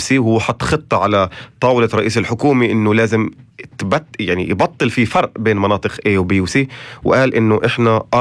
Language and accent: Arabic; Palestine; بحكي بالضبط كيف إحنا كونا كفلسطيني كنا قبل 48 أغلبية